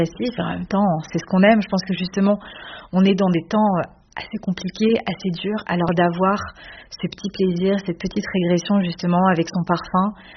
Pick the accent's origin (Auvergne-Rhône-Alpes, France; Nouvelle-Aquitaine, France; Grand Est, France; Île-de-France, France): Île-de-France, France; Paris; born or raised there